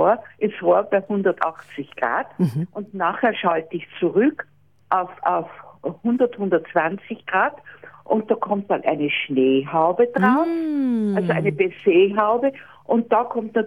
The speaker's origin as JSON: {"language": "German", "country": "Austria", "said": "Ich bin ja aus Österreich und bei uns gibt es in Wien den Grenadiermarsch."}